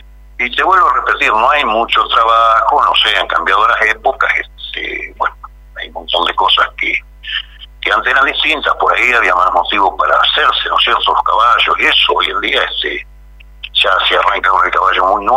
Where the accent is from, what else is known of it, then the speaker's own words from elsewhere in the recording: Chascomús, Buenos Aires Province, Argentina; moved away as an adult; now in Los Toldos, Argentina; me crié en Chascomú siempre, y ahora de viejo vine. Ya más o menos en el año 2011 me vine a quedar acá por nosotros, acá de casa, ¿viste? Ya, así que bueno, ya estoy radicado por esta zona.